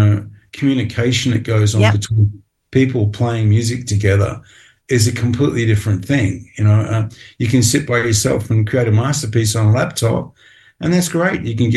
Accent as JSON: {"language": "English", "town": "Perth", "region": "Western Australia", "country": "Australia", "tie": "born or raised there", "said": "as a little kid growing up in Perth in Western Australia, Mum gave me a little transistor radio"}